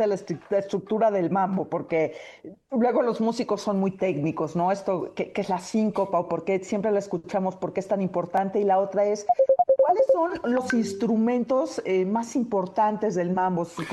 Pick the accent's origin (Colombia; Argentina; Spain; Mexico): Mexico; Mexico City; sobre todo los que somos chilangos, como dices